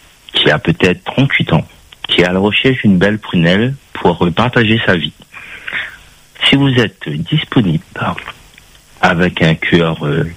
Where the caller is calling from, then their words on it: Saint-Denis, Réunion; J'habite sur Saint-Denis.